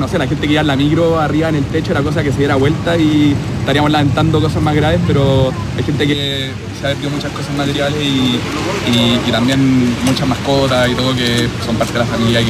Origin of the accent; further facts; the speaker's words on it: Chile; si hay algo que nos quiera como chilenos, que vamos donde sea, cuando sea, a ayudar la catástrofe que sea